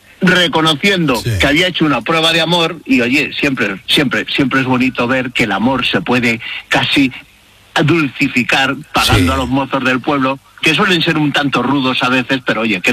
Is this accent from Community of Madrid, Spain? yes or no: no; Orcajo de la Ribera, Castile and León, Spain; Por ejemplo, en Orcajo de la Ribera, en mi pueblo, en Orcajo, en Gredos, la mantenemos, la de cobrar el piso.